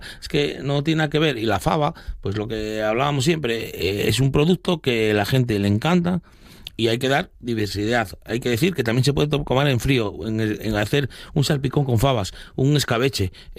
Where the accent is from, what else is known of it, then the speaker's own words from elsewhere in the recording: Asturias, Spain; Soy asturiano, tengo que venderme.